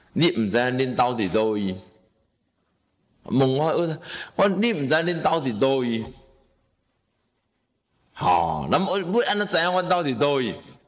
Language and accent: Chinese; Taiwan; 然后我是台湾人呐、啊，我不怕不进去、啊。